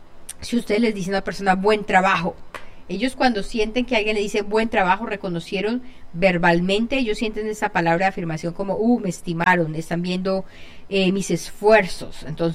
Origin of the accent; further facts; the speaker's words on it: Colombia; yo soy colombiana y por eso todo lo hablo en diminutivo. Hay gente que le disgusta mucho cuando uno habla así en diminutivo, pero es parte de como hablamos los colombianos.